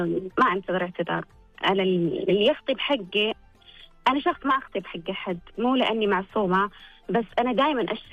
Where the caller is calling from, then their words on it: Taif, Makkah Province, Saudi Arabia; من الطايف.